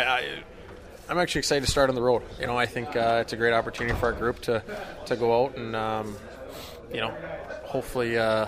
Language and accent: English; Vancouver, British Columbia, Canada; growing up in Vancouver, you know, I always look forward to going to Canucks games